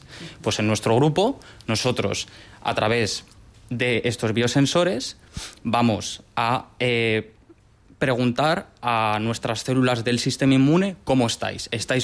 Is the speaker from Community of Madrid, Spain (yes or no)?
yes; Madrid, Community of Madrid, Spain; now in Balearic Islands, Spain; yo hice biología en Madrid, soy madrileño